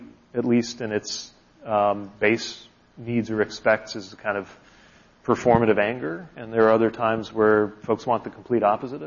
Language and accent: English; Indiana, United States; I'm always imagining the viewer as somebody who I knew growing up in Indiana and disagreed